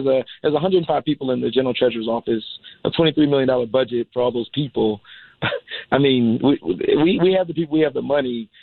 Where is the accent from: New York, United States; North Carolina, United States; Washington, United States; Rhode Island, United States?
North Carolina, United States; Raleigh; also born or lived in Illinois / Indiana; So I was born in Raleigh. Then my father was part of IBM. He was actually in the Navy. So I kind of moved around a little bit with him. And I did a little bit of time in Illinois, Indiana, and then came down to North Carolina